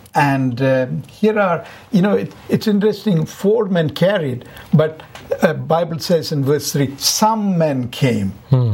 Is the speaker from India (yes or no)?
yes; India; born or raised there